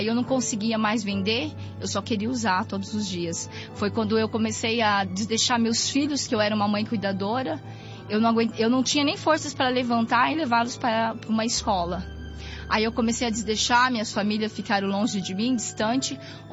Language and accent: Portuguese; Bom Jesus dos Perdões, São Paulo, Brazil; sou da cidade de Bom dos Perdões, no interior de São